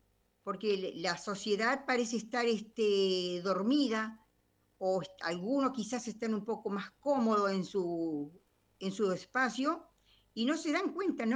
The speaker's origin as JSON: {"language": "Spanish", "town": "Merlo", "region": "Buenos Aires Province", "country": "Argentina", "said": "yo soy de Mariana Costa Merlo"}